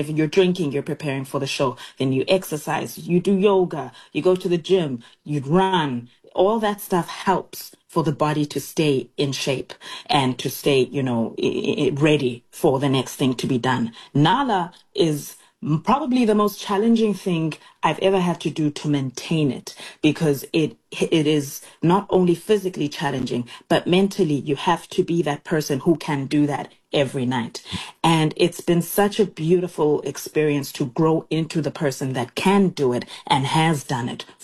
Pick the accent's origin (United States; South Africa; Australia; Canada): South Africa; first language Xhosa; English is a second language; as South Africans, we're primed to learn other languages. So I speak, my native language is Xhosa, the same language that was spoken by Nelson Mandela … …